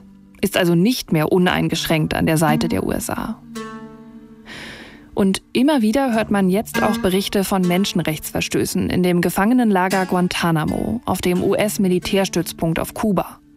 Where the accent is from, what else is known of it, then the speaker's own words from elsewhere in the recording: Berlin, Germany; Dieser Anschlag, der trifft auch mich bis ins Mark. Terror. In meiner Heimatstadt Berlin.